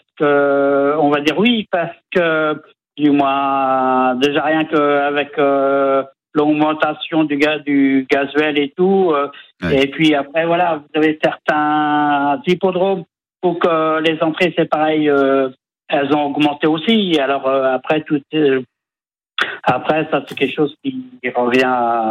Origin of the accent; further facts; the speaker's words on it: Caen, Normandy, France; now in L'Aubrière, France; moi je suis originaire de Caen